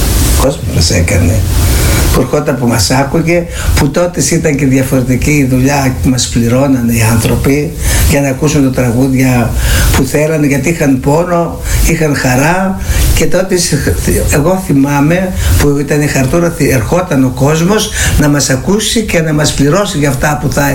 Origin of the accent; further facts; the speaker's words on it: Livadeia, Central Greece, Greece; born there; Εγώ γεννήθηκα στη Λιβαδιά, Βιωτίας.